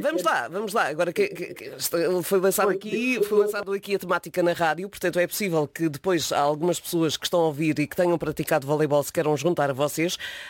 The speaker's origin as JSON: {"language": "Portuguese", "region": "Madeira", "country": "Portugal", "said": "E não se esqueça que eu sou madeirense, okay."}